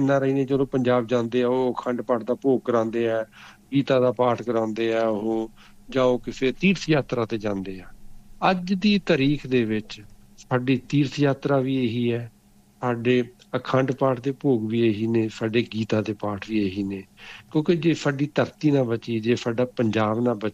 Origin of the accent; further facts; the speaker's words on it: Punjab, India; ਹੁਣ ਉੱਥੇ ਮਤਲਬ ਮੇਰਾ ਪਿੰਡ ਹੈ ਮੇਰੇ ਪਿੰਡ ਦੇ ਆਲੇ ਦੁਆਲੇ ਸਾਰੇ ਰੁੱਖ ਕੱਟੇ ਗਏ ਸੀ